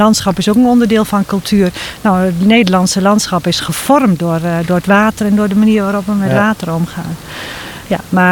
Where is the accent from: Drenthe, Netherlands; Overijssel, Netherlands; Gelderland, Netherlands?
Drenthe, Netherlands; Ik voel me Drents.